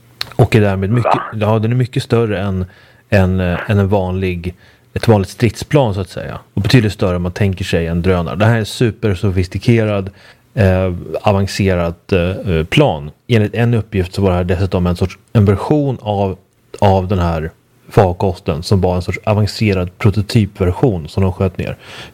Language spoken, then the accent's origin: Swedish; Sweden; moved away as an adult; now in Budapest, Hungary; hemma i Sverige